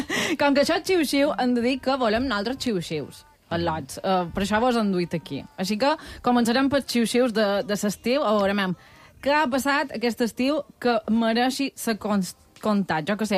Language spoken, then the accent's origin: Catalan; Bunyola, Balearic Islands, Spain; les festes de Bunyola del meu poble.